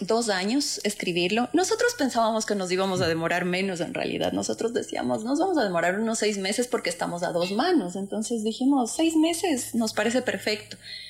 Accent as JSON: {"language": "Spanish", "country": "Ecuador"}